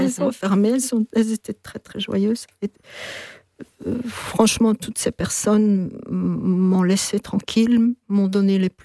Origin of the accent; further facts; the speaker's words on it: Belgium; also born or lived in Rwanda; Son papa et moi, nous sommes belges, européens, et nous étions enseignants.